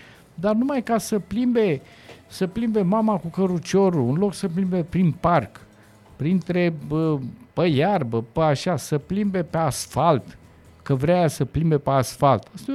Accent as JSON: {"language": "Romanian", "town": "Constanța", "region": "Constanța County", "country": "Romania", "tie": "born there", "said": "e zona pietonală a Constanței. Acolo m-am născut, pe lângă Hanul Balcan"}